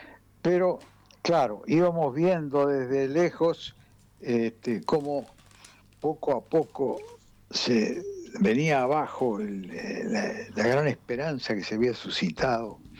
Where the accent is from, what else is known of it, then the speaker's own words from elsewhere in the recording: La Pampa, Argentina; born there; moved away; yo estaba en la Universidad de La Pampa, trabajando, sí, en el 73, a fines del 73, me llamaron, bueno, me volví a mi provincia natal